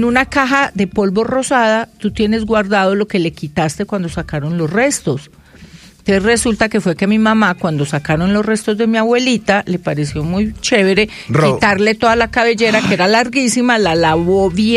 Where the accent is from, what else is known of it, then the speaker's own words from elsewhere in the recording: Sevilla, Valle del Cauca, Colombia; De Sevilla Valle, yo soy de pueblo, pueblo.